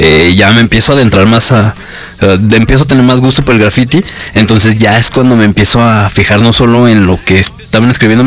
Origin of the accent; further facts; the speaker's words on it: Jesús María, Aguascalientes, Mexico; Yo soy de Jesús María, entonces veía mucho graffiti en el norte de Aguascalientes.